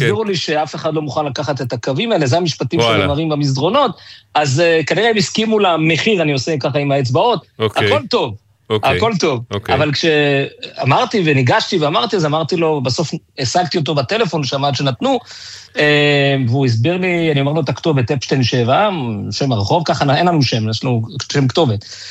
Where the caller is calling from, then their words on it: Bnei Brak, Tel Aviv District, Israel; אנחנו תושבי בני ברק